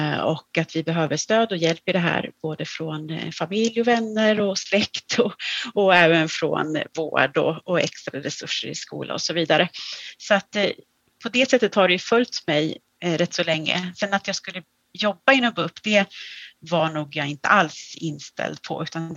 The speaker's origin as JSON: {"language": "Swedish", "region": "Södermanland", "country": "Sweden", "moved": "yes", "lives_now": "Falun, Sweden", "said": "Vi flyttade dit 2009 och är från Sörmland från början. Men har bott där rätt så länge i Dalarna nu."}